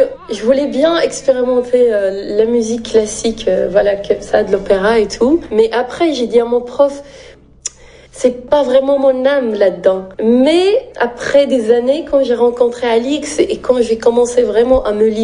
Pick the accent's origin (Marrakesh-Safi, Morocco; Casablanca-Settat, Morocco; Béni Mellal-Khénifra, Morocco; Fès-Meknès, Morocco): Casablanca-Settat, Morocco; Mohammedia; Je viens de Mohamedia Zenata, c'est entre Gaza et Rabat.